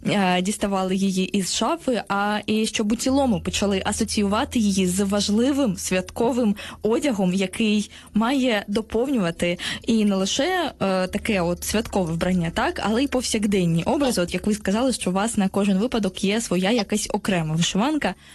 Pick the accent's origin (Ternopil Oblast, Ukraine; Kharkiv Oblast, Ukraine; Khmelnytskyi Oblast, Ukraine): Kharkiv Oblast, Ukraine; Kharkiv; born there; так, я народилася на Східній Україні, в Харкові, і пам'ятаючи, як це все було у нас